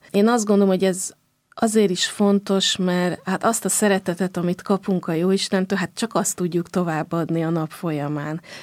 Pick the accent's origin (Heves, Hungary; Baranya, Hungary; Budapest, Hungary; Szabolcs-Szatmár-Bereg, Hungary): Budapest, Hungary; Budai vár mellett az első kerületben nőttem föl, és a városmajori templomba jártunk templomba.